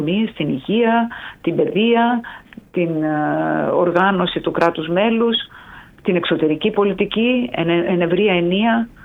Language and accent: Greek; Greece; Μιλάω ως Ελληνίδα ευρωβουλευτής.